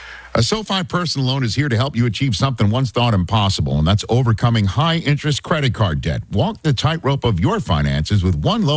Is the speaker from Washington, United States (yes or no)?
no; New York, United States; See, hey, you're from New Jersey. I'm from New York.